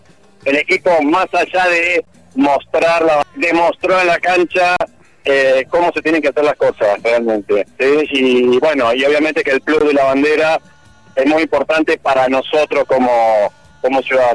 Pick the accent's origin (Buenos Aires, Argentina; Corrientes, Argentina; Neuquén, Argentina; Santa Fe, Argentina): Buenos Aires, Argentina; Soy acá de Capital, soy de acá